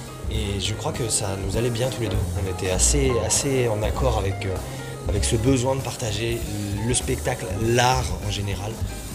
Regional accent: Troyes, Grand Est, France; moved away as an adult; also born or lived in Sainte-Maure / Bréviandes; now in Paris, France; je suis troyen à l'origine. J'étais à Sainte-Maure, puis à Bréviande, puis à Troyes

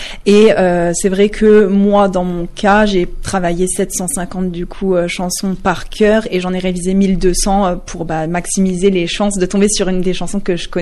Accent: Hussigny-Godbrange, Grand Est, France; je suis une jeune femme de 29 ans. J'ai toujours habité du coup en Meurthe-et-Moselle, notamment à Ucigny-Godeprange. J'y habite d'ailleurs encore.

